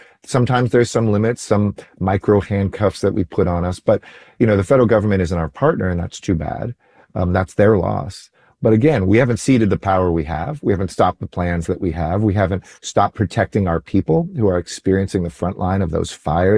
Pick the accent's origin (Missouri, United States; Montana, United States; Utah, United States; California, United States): California, United States; Los Angeles; moved away as an adult; now in New Delhi, India; living in New Delhi for the last two and a half years, and it's the worst air in the world. I mean, growing up in Los Angeles in the 70s, 80s